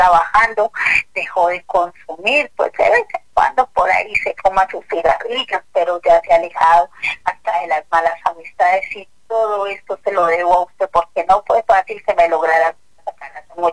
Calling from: Bogotá, Colombia; le llamo acá de Bogotá, vivo por el barrio Monteblanco.

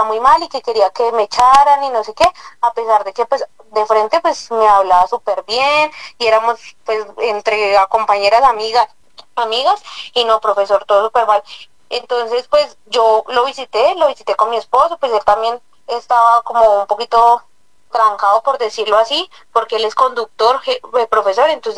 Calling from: Garagoa, Boyacá, Colombia; Yo lo llamo desde Garagoa, Boyacá.

